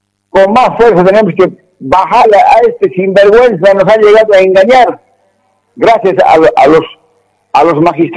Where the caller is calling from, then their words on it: Bolivia; somos bolivianos, hemos nacido en esta tierra, por derecho nos corresponde. Somos los 36 pueblos indígenas de Bolivia.